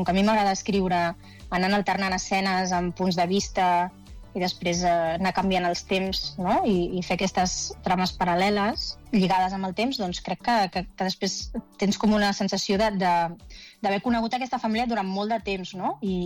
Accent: El Prat de Llobregat, Catalonia, Spain; jo sóc del Prat

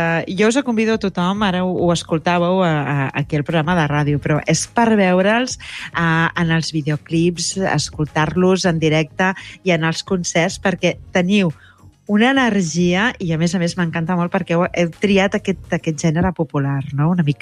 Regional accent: Catalonia, Spain; Mira, a mi em va cridar molt l'atenció, perquè jo també sóc del Camp de Tarragona.

